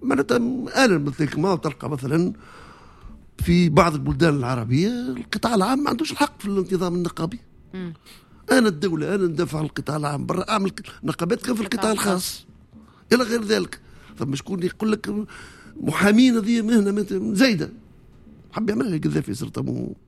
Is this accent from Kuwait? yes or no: no; Tunisia; عندنا في تونس